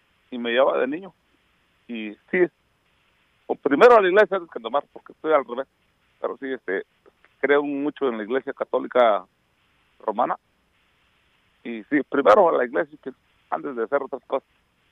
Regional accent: Santa María Tindú, Oaxaca, Mexico; first language Mixtec; Spanish is a second language; moved away; si llegaré a Oaxaca, a mi pueblo, Santa María Tindú, no voy a hablar español, voy a hablar puro mixteco.

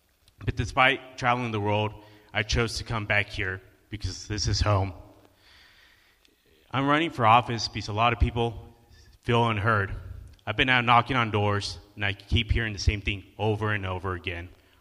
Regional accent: Stratford, United States; It's good to be back here in Stratford. This is my hometown. In 2008, I graduated from here, so this is special for me.

